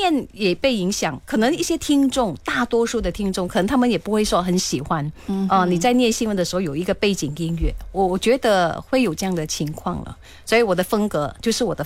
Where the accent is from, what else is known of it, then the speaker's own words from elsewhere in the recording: Kuala Lumpur, Federal Territory of Kuala Lumpur, Malaysia; 虽然我自小在吉隆坡长大，我是吉隆坡人、但是讲起广东话来是没问题